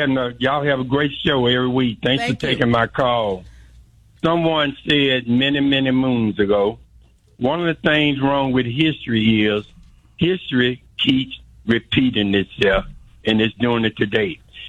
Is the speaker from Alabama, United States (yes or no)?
yes; Birmingham, Alabama, United States; I grew up in Birmingham, Alabama.